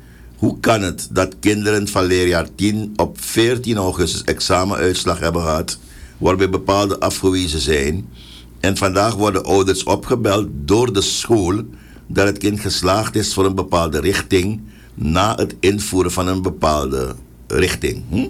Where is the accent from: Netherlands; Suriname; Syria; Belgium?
Suriname; Tegelijkertijd mogen wij als Surinamers kritisch blijven op wat er daadwerkelijk is bereikt.